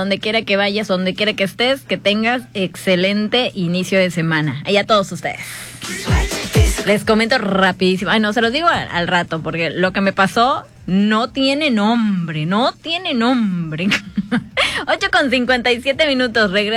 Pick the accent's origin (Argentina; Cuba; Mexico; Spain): Mexico; obviamente para nosotros como mexicanos.